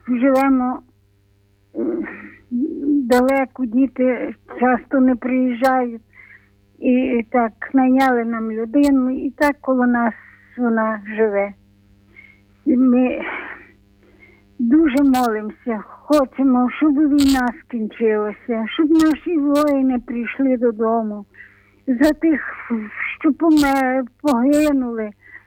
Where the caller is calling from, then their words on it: Drohobych, Lviv Oblast, Ukraine; Я сама з Дрогобича.